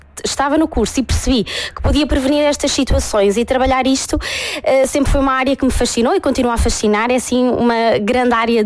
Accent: Sarzedo, Centro, Portugal; sou terapeuta da fala e sou a fundadora então aqui da Argoterapias. Sim, sou daqui, sou do Sarzedo. Sempre fiz o meu percurso entre o Sarzedo e Arganil.

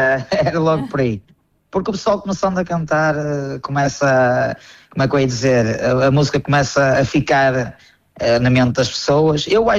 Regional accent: Penafiel, Norte, Portugal; sou de Penafiel, tenho 33 anos

